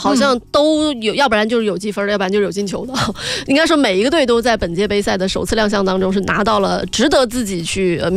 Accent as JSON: {"language": "Chinese", "country": "China"}